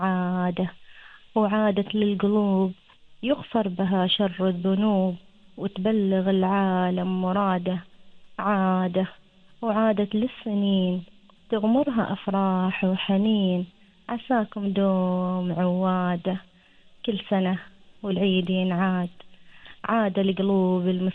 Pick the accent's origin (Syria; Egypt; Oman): Oman; احنا كعمانيين عاداتنا تقريبا متشابهة